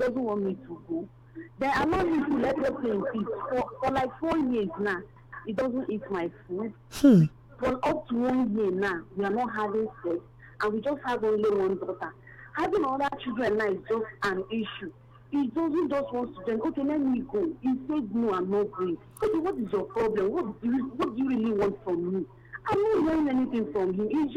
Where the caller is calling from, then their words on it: Port Harcourt, Rivers, Nigeria; This is we're calling you from Port Harcourt.